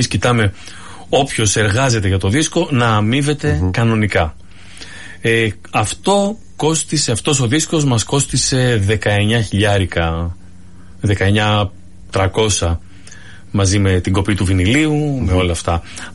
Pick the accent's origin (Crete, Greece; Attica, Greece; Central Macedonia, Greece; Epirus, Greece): Epirus, Greece; Igoumenitsa; Συνειδητοποίησα την καταγωγή μου, επειδή είμαι από την Ιγουμενίτσα, τα μισά που έλεγαν τα καταλάβαινα, γιατί μιλάνε αρβανίτικα